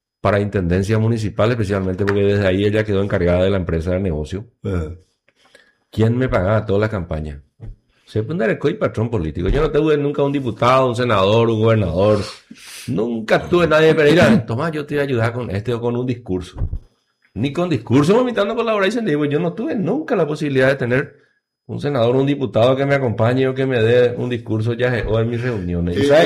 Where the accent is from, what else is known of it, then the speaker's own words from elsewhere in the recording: Cambyretá, Itapúa, Paraguay; Cambretá Centro, donde yo nací